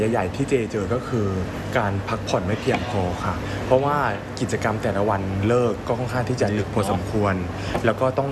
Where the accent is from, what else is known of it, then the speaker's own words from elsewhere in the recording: Buriram, Thailand; also born or lived in Samut Sakhon; now in Phetchaburi, Thailand; คือตั้งแต่เกิด … เป็นคนสมุทรสาครแล้วก็ย้ายถิ่นฐานมาอยู่ที่จังหวัดบุรีรัมย์แล้วก็เรียนตั้งแต่ประถมจนมัธยมและในช่วงมหาลัยก็ย้ายมาอยู่ที่เพชรบุรีค่ะ